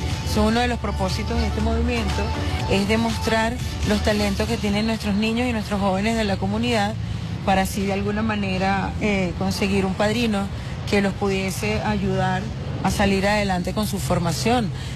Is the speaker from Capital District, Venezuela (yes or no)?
yes; Capital District, Venezuela; Y yo, como líder comunitario, nací y me crié en la Cota 905